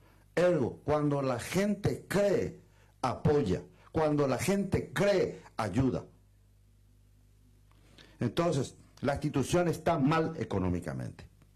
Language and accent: Spanish; Paraguay